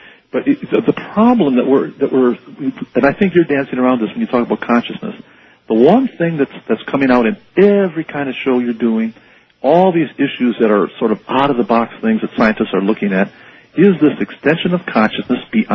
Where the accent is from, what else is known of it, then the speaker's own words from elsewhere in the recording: Hawaii, United States; speaking as Hawaiian and as a doctor